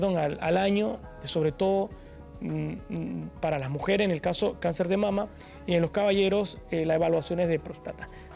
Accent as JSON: {"language": "Spanish", "town": "Chitré", "region": "Herrera", "country": "Panama", "said": "Yo que soy de Chitré, sé que allá el sol no para, no tiene clemencia"}